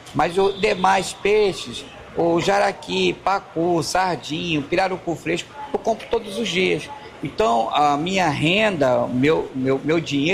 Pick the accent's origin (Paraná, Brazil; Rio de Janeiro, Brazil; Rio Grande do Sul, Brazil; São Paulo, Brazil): Rio de Janeiro, Brazil; born there; now in Amazonas, Brazil; eu sou carioca de certidão e amazonense de coração.